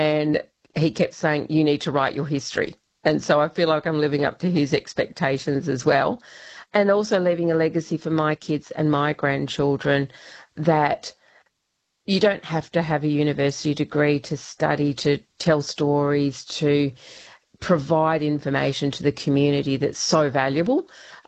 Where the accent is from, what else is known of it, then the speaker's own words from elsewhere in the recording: Boulder, Western Australia, Australia; And I'm from Boulder.